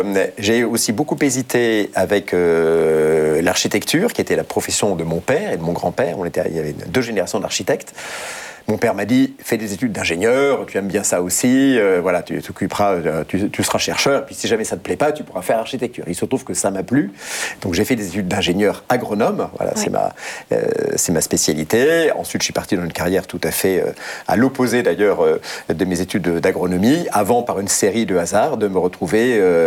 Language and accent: French; Nouvelle-Aquitaine, France; moved away as an adult; now in near Biarritz, France; j'ai fini par racheter une maison, effectivement, pas loin de Biarritz. Et je retrouve les joies de mon enfance, sur la Côte Basque et sur le Pays Basque intérieur, ce qui est une région magnifique.